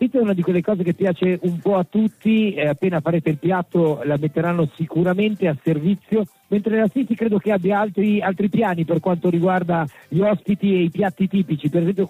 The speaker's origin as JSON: {"language": "Italian", "town": "Bologna", "region": "Emilia-Romagna", "country": "Italy", "said": "Io da bolognese, il piatto della tradizione è il tortellino"}